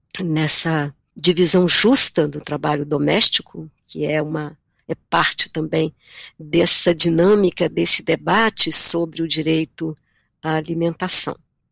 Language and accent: Portuguese; Minas Gerais, Brazil; Conversando com vocês aqui agora, que estão em Minas, de onde sou, eu também sou mineira